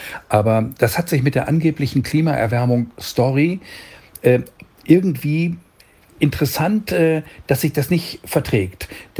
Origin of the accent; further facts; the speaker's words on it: Germany; man kann sich als Deutscher davon nur distanzieren.